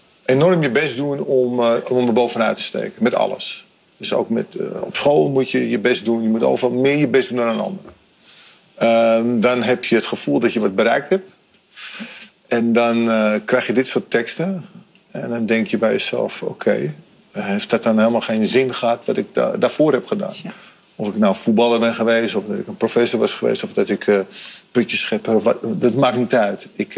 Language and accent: Dutch; Netherlands; Want ik ben wel Nederlander. Ik voel me ook Nederlander. En ik ben trots op Nederland.